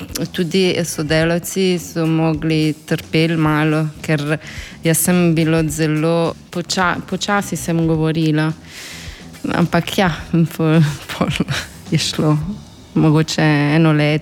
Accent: Italy; Slovenian is a second language; moved away as an adult; now in Ljubljana, Slovenia; da nisem iz Primorske in da sem iz Italije.

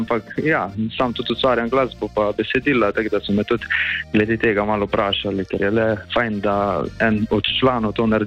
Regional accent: Slovenj Gradec, Carinthia, Slovenia; accent: Carinthian; prihajamo iz Koroške, iz Mislinje natančneje, oziroma večina članov iz Mislinje, sam prihajam iz Slovengradca, da še tudi moj kraj malo promoviram, tako da lahko rečemo, da smo 100% Korošci.

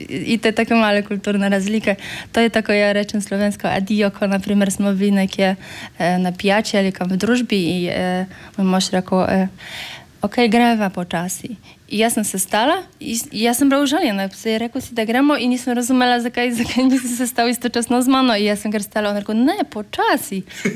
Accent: Poland; Slovenian is a second language; now in Slovenia; ko imam že 2 državljanstva, ko sem tukaj, se počutim kot Slovenka, počutim se doma, ampak tudi, ko pridem na Poljsko, še vedno moja identiteta, moje korenine tam ostale.

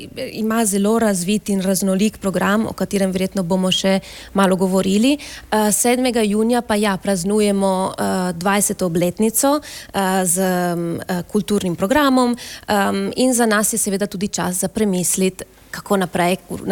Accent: Friuli-Venezia Giulia, Italy; sem seveda iz Benečije

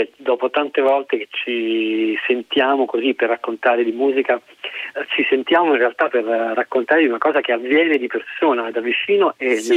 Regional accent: Campania, Italy; un concerto che è un omaggio alla canzone napoletana, che è quella, la canzone della mia terra

